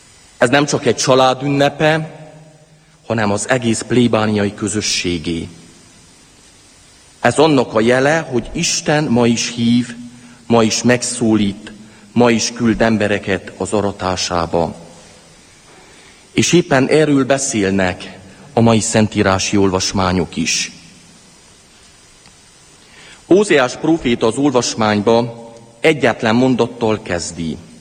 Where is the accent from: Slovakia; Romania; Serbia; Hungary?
Romania; Lueta, Harghita; born or raised there